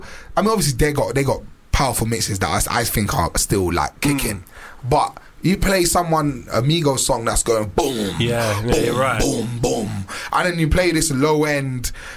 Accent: London, United Kingdom; I'm from London.

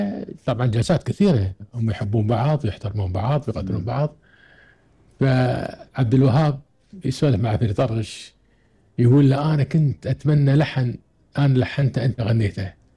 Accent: Kuwait; عندنا بالكويت

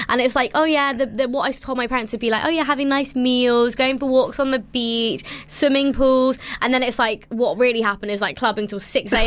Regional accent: India; Yeah, I think especially as an Indian woman, it's not really that common to go solo travelling.

